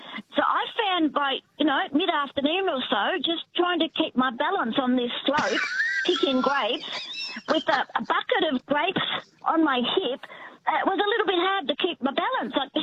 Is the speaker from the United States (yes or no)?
no; Ballarat, Victoria, Australia; also born or lived in Indonesia; I grew up in Ballarat, but I grew up with an intolerance of the cold. I've escaped it. And I lived in Indonesia for 5 years.